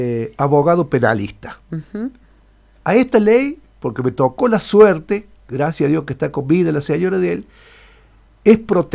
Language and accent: Spanish; Villa Mercedes, San Luis, Argentina; yo soy nacido y creado en Villa Mercedes.